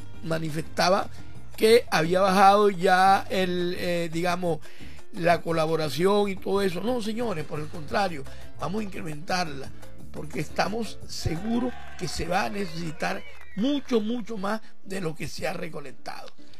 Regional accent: Venezuela

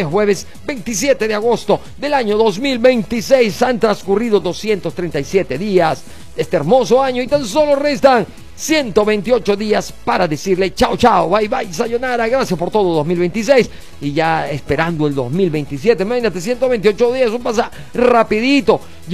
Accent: Venezuela

